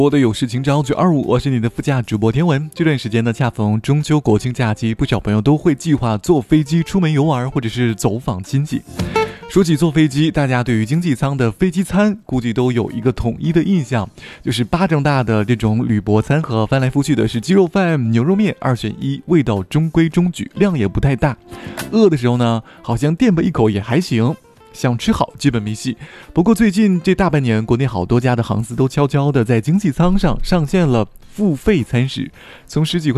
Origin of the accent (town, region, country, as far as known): China